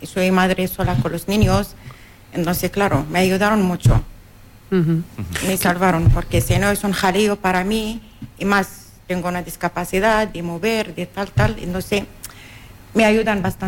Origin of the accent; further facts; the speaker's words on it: Morocco; now in Spain; el sur de Marruecos, el Sahara.